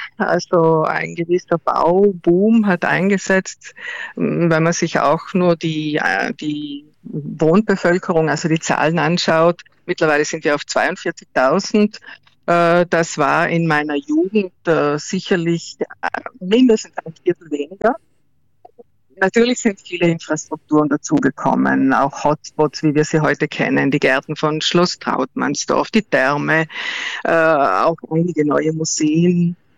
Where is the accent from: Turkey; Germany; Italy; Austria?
Italy; Merano, Trentino-Alto Adige; born or raised there; moved away as an adult